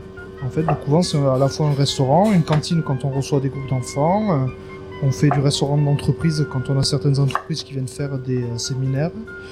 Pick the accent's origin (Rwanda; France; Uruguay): France; Occitanie; Ah, moi, je suis aveyronnais aussi.